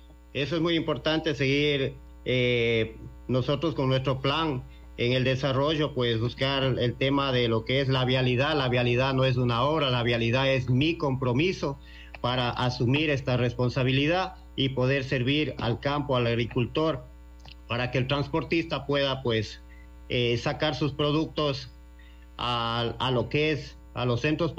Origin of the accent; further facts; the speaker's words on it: Moraspungo parish, Cotopaxi, Ecuador; Nacido y criado aquí en el Cantón Pangua, en la parroquia Morascungo.